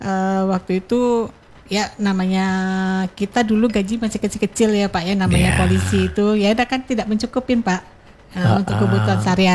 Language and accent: Indonesian; Palembang, South Sumatra, Indonesia; Palembang saya di Lemabang.